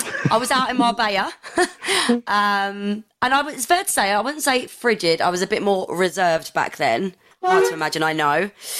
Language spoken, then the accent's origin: English; Ireland; I'm obviously Irish.